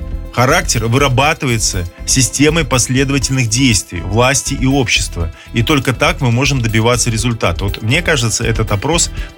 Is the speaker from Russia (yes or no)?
no; Minsk, Belarus; Но вот я вырос в Минске, будучи школьником в конце 80-х годов.